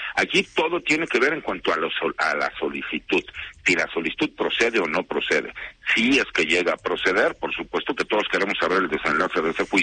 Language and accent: Spanish; Mexico; Y eso yo lo exigiría como ciudadano mexicano.